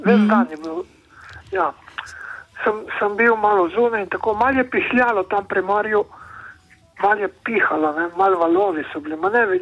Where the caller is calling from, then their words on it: Koper, Slovenian Littoral, Slovenia; iz Kopra.